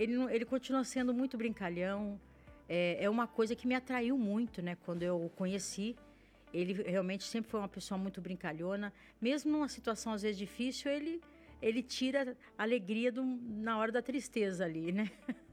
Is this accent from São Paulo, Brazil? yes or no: yes; São Paulo, Brazil; Eu nasci aqui, sou da Gema. Eu sou paulistana